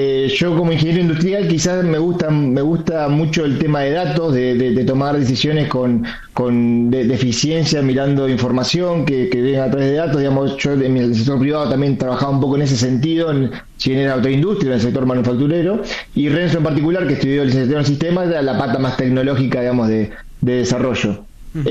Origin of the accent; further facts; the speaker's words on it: Jeppener, Buenos Aires Province, Argentina; born there; yo nací en Jepener, en un pueblo pequeño